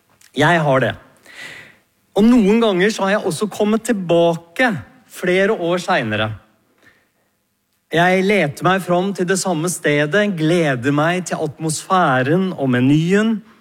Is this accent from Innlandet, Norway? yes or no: yes; Gjøvik, Innlandet, Norway; Da jeg vokste opp på Gjøvik, så handlet vi alltid på Nedre Bredli. Det var vår butikk. Det er bare et par hundre meter ned i gata fra der jeg bodde.